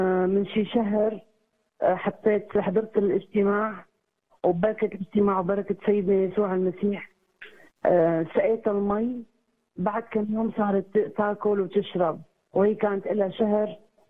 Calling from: Syria; أنا بنت الرب من سوريا.

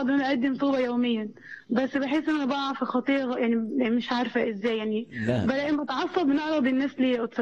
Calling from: Cairo, Cairo Governorate, Egypt; راديو ابونا من القاهرة.

